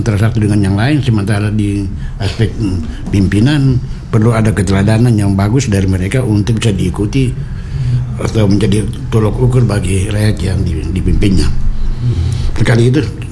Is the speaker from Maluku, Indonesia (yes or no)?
yes; Maluku, Indonesia